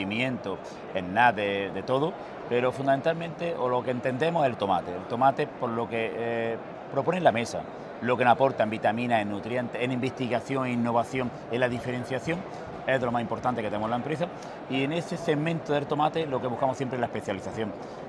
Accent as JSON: {"language": "Spanish", "town": "Almería", "region": "Andalusia", "country": "Spain", "said": "Somos una, bueno, no soy, me considero almeriense, tenemos todo el potencial genético en horticultura está en Almería."}